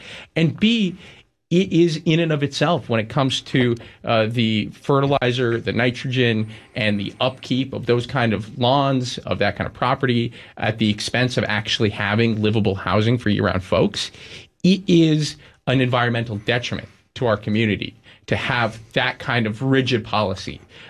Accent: Cape Cod, Massachusetts, United States; I'm born and raised on the Cape. I live on the Cape.

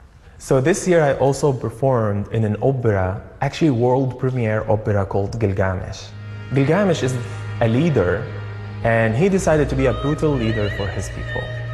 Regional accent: Damascus, Damascus Governorate, Syria; moved away as an adult; also born or lived in Amsterdam; now in San Diego, United States; I was born in Syria, in a refugee camp for stateless refugees in Damascus, Syria.

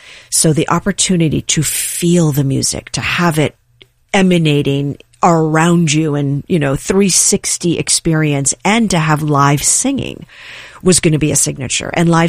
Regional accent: New York, United States; And I grew up in New York in the 70s.

